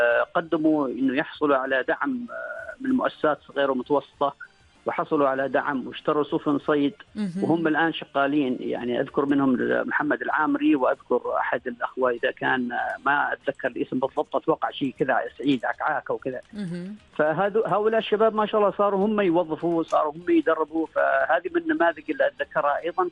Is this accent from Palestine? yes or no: no; Oman; نحن كعمانيين قريب جدا من ثقافتنا